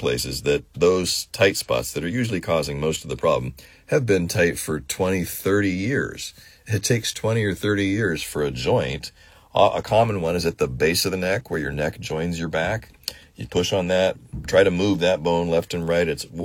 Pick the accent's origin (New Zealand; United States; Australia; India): United States; Kansas; I was used to it because I grew up in Kansas.